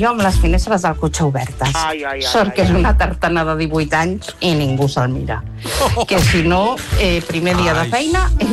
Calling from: Sant Esteve Sesrovires, Catalonia, Spain; de Sant Esteve Sesrovires.

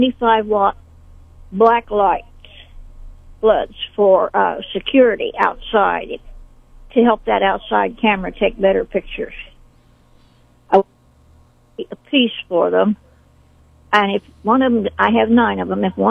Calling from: Sedalia, Missouri, United States; I'm calling from Sedalia, and I have 9 planters.

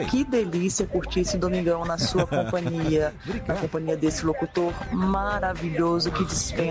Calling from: Brazil; de Cristóvão Colombo.

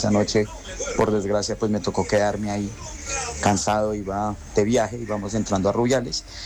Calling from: Colombia; yo soy camionero de Colombia, tanquero

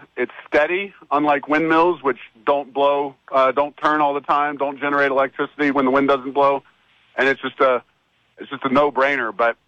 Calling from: Roswell, New Mexico, United States; I am calling you from Roswell, New Mexico.

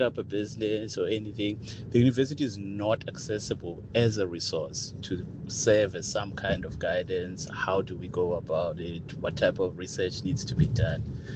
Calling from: Butterworth, Eastern Cape, South Africa; I come from Butterworth.

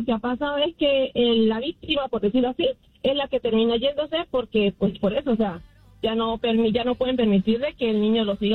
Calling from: Utah, United States; bueno, estoy bien, estaba de Utah.

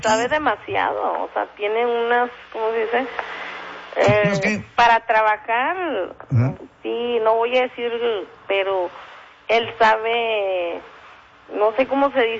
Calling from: Guadalupe, Nuevo León, Mexico; De acá, de Guadalupe

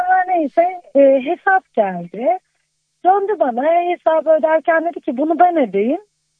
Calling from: Ankara, Turkey; Ankara'dan arıyorum.

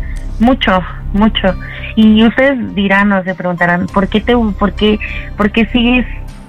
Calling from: Mexico City, Mexico; 28 y aquí de Coyoacán.

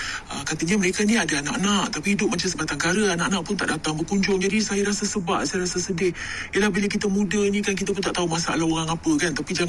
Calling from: Jeram, Selangor, Malaysia; saya dari Jeram.

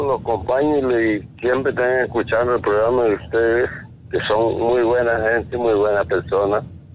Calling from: Chitré, Herrera, Panama; Aquí en Herrera, aquí vivo en Arena Chitré

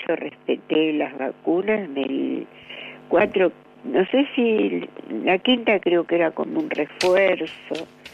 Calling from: Avellaneda, Buenos Aires Province, Argentina; soy de Avellaneda.

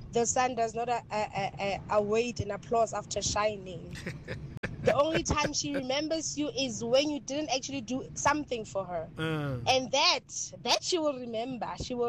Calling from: Rustenburg, North West, South Africa; Speaking to Lindy, we're from Rustenburg.

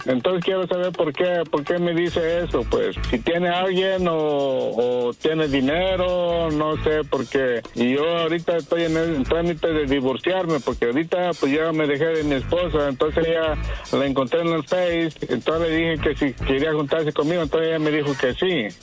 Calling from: Morelos, Mexico; yo vivo en el Estado de Morelos.

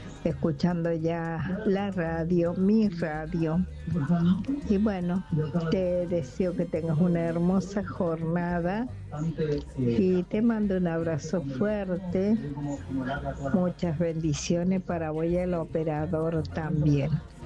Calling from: Córdoba, Argentina; de Alto General Paz.

